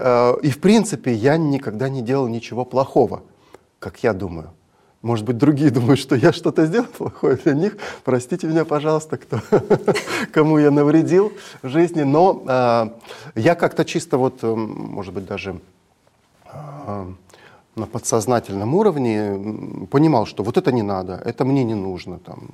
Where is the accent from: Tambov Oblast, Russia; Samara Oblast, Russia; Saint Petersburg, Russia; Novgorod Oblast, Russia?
Samara Oblast, Russia; Samara; also born or lived in Vorkuta; now in Kemerovo, Russia; Вообще родился я в городе Воркута, там у меня родители работали, мама зубной врач, вот, папа машинист локомотива, вот. Но потом мы переехали, и фактически все детство у меня было в Самаре.